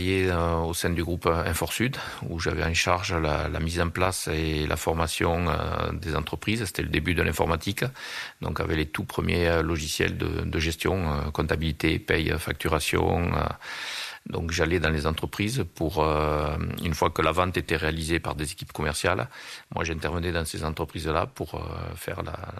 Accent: Rodez, Occitanie, France; Oui, je suis né à Rodez et j'ai toujours vécu à Rodez.

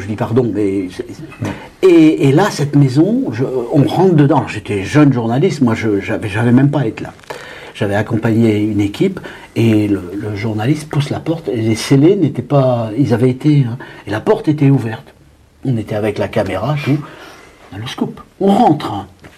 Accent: Hauts-de-France, France; moved away as an adult; je déboule de mon école et de mon enfance dans le Pas-de-Calais.

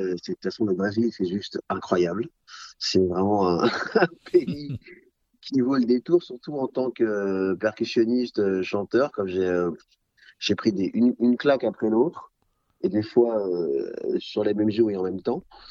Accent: Paris, Île-de-France, France; moi, je suis martiniquais, mes deux parents sont antillais. J'ai grandi à Paris.

